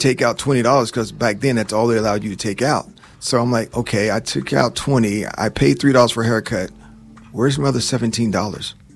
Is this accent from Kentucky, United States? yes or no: yes; Lexington, Kentucky, United States; Growing up here in Lexington, a single mother with five children living in the projects.